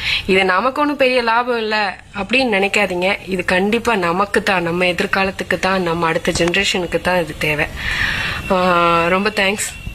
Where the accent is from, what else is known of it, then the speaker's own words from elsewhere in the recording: Chennai, Tamil Nadu, India; நான் ஒரு மலையாளியா இருந்தாலும் பிறந்து வளர்ந்தது எல்லாமே சென்னை தான்.